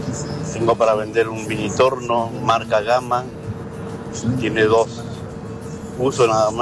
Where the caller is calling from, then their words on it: Carmen de Patagones, Buenos Aires Province, Argentina; Soy de Patagones